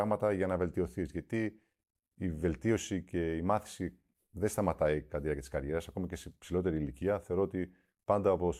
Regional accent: Katerini, Central Macedonia, Greece; also born or lived in Germany; ειδικά η καταγωγή μου που είναι από την Κατερίνη

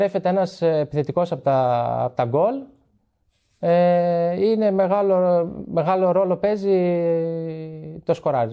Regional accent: Trikala, Central Macedonia, Greece; Τρίκαλε Μαθίας.

